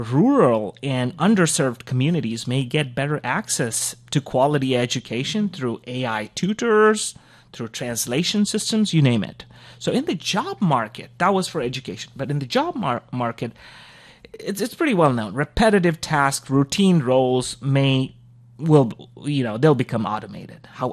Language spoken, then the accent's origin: English; Goa, India; moved away; I grew up in Goa, you know, and by heart right here. But we kind of transitioned. We lived there abroad.